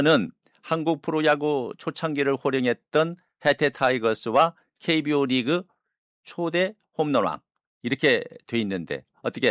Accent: Jeonju, North Jeolla, South Korea; born there; 풍남문 옆에. 네. 저도 그 근처에 살았거든요.

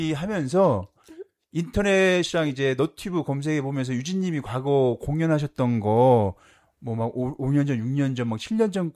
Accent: Namwon, North Jeolla, South Korea; 저는 고향이 남원인데

